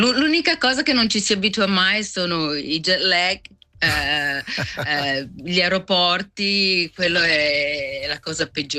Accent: Collina d'Oro, Ticino, Switzerland; now in Canada; Sono originaria di Scairolo di Montagnola.

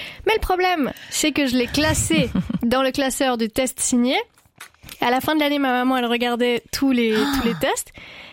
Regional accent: Villeneuve, France; Alors, il faut savoir que j'ai grandi à Villeneuve et qu'il y avait une période, quand on était en 5-6e, où les tags étaient à la mode.

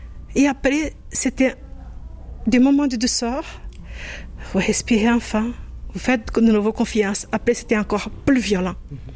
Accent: Brazil; moved away; Et c'est là que je suis partie, justement, du Brésil.

